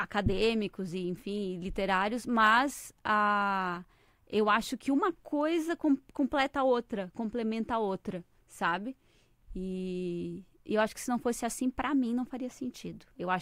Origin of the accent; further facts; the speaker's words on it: Criciúma, Santa Catarina, Brazil; now in Florianópolis, Brazil; Eu sou natural do sul de Santa Catarina, de uma cidade chamada Criciúma. Mas eu sou radicada em Floripa.